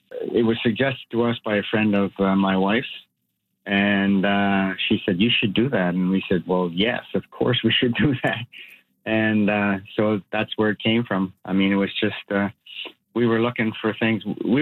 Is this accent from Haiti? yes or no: no; Quebec City, Quebec, Canada; born or raised there